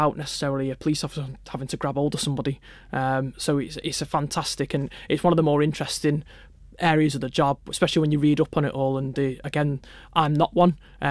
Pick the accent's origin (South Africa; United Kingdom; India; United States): United Kingdom; Manchester, North West England; Well, I grew up in Manchester